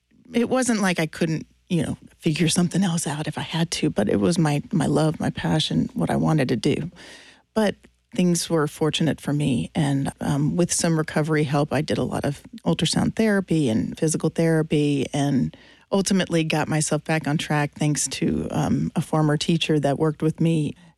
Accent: North Carolina, United States; moved away as an adult; also born or lived in Florida / Oregon; now in Macon, United States; I wasn't born, but I was raised in North Carolina, so somewhat close by to Georgia

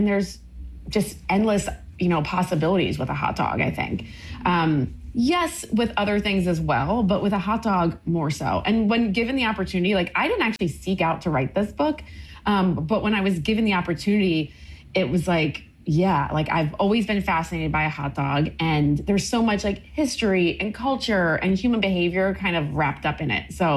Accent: Maryland, United States; born or raised there

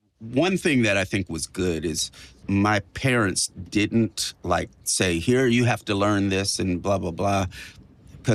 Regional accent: California, United States; obviously, I come from the Bay Area, so I'm going to shoot shots on that behalf.

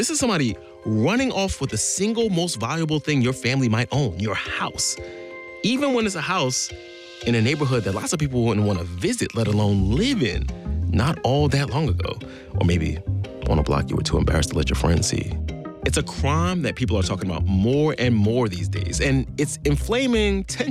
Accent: Philadelphia, Pennsylvania, United States; At the same time I was growing up in South Philly, Bed-Stuy had a reputation, the homicide capital of the United States.

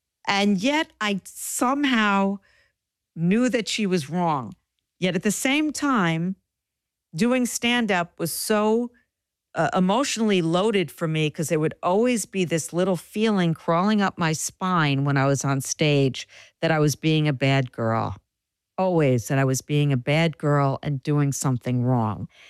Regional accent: Mount Vernon, New York, United States; I grew up in Mount Vernon, New York

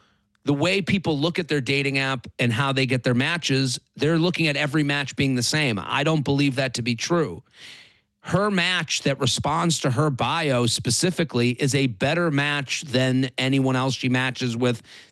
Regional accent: Needham, Massachusetts, United States; I'm from Needham. So oh. it's like cool to hear like all the, you know, 617 numbers and BU and all that stuff.

